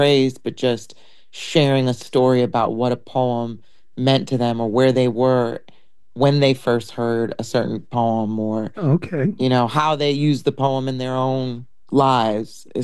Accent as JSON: {"language": "English", "town": "New York City", "region": "New York", "country": "United States", "tie": "born or raised there", "said": "I am originally from, I was born in Brooklyn. Spent a lot of time raised in different parts of the city, but mostly Brooklyn."}